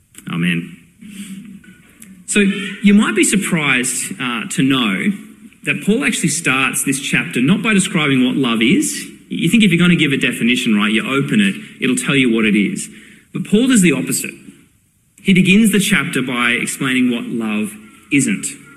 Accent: Brisbane, Queensland, Australia; About 15 years ago, to the day, Brisbane, my hometown, had one of the worst floods it had in decades.

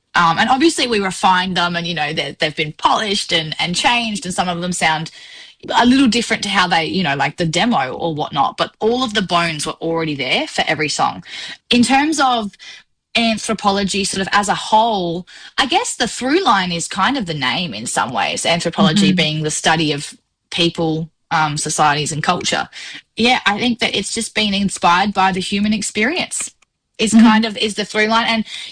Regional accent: South Australia, Australia; I am from South Australia.

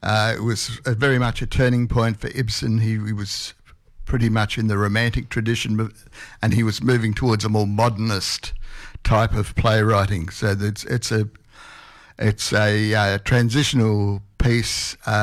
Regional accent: Canberra, Australian Capital Territory, Australia; now in Brisbane, Australia; I grew up in Canberra and I played a lot there. I spent 6 years as a musician in the army.

